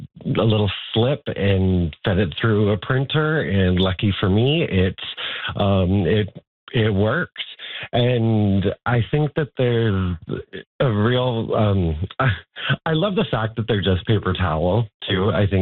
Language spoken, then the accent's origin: English; Hay River, Northwest Territories, Canada; now in Vancouver, Canada; growing up in the North. I'm originally from Hay River